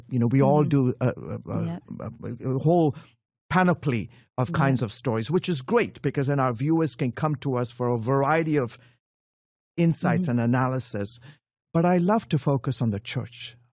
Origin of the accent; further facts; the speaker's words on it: Dar es Salaam, Tanzania; born there; also born or lived in southern Africa; So having been raised on the African continent, so my ethnicity is Indian, but I was born in Africa. I was born in Dar es Salaam, Tanzania, and then I lived in the southern part of Africa.